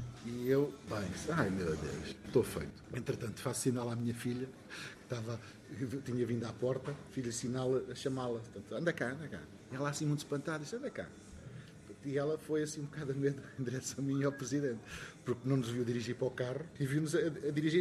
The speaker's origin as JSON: {"language": "Portuguese", "town": "Valverde", "region": "Castelo Branco", "country": "Portugal", "tie": "born or raised there", "said": "vamos para o Fundão, para a minha aldeia, que é Valverde, passar a Páscoa com a família e tal."}